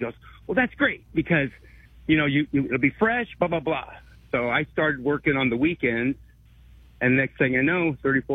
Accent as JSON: {"language": "English", "town": "Champaign", "region": "Illinois", "country": "United States", "said": "I'm from Champaign."}